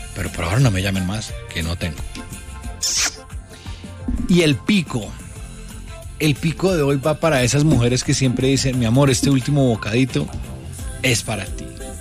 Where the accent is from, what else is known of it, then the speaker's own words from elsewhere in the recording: Manizales, Caldas, Colombia; No sé, Dairo, haz lo tuyo, porque los manizaleños te necesitamos así como los barranquilleros necesitan a Juan Pablo Montoya.